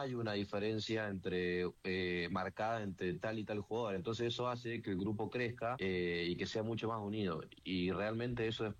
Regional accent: Mendoza, Argentina; y nada, como te dije recién, para mí que yo soy mendocino, a mí me encanta que crezcan los equipos mendocinos.

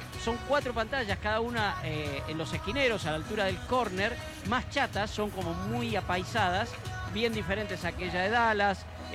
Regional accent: Puan, Buenos Aires Province, Argentina; moved away; la bandera de mi pueblo, la bandera de Puan.

